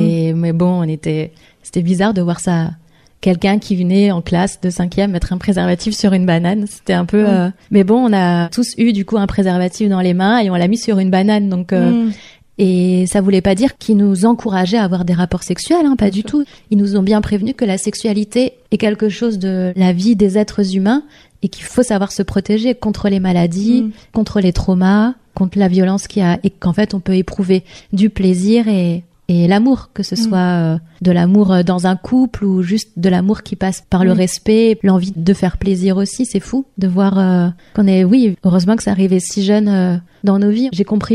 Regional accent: Grand Est, France; J'ai la chance, je dirais, d'être alsacienne. Et du coup, j'ai grandi et je suis née en Alsace.

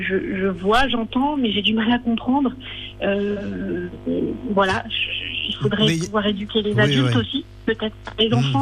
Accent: Grand Est, France; moved away; Mais dans ma région d'origine, qui est l'Alsace

